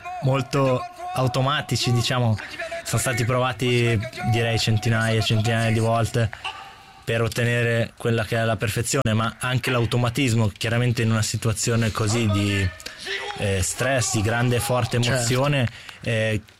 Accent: Bellinzona, Ticino, Switzerland; La regione da dove vengo io, il Ticino, si parla italiano solamente.

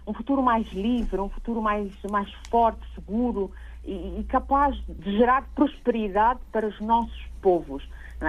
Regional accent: Cape Verde; Eu vou começar por falar aqui, enquanto cabo-verdiana, e valorizar a presença da Excelência Presidente da República de Cabo Verde

